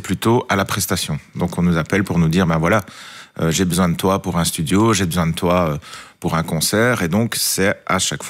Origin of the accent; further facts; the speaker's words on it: Saint-Ghislain, Wallonia, Belgium; Je suis de Saint-Guilain, plutôt, plus précisément.